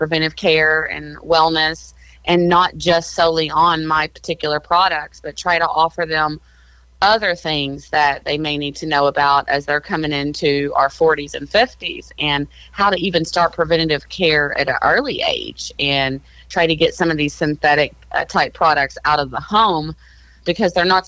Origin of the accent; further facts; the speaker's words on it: Muhlenberg County, Kentucky, United States; my hometown of Muhlenberg County